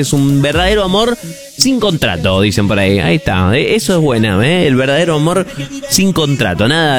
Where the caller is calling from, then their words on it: Bariloche, Río Negro, Argentina; de Bariloche. Ahora está nevando con todo, gracias por la radio, los escuchamos todos los días.